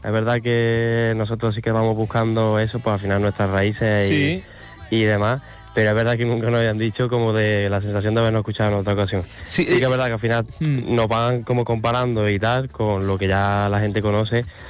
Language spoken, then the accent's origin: Spanish; Villa del Río, Andalusia, Spain; somos los tres de Villa del Río.